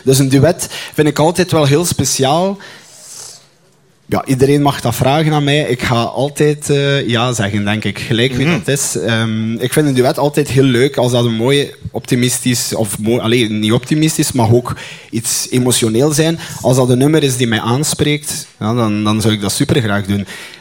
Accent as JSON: {"language": "Dutch", "town": "Ardooie", "region": "Flanders", "country": "Belgium", "said": "Lauraline, dat is mijn achtergebuur geweest. We zijn allebei van Ardooien."}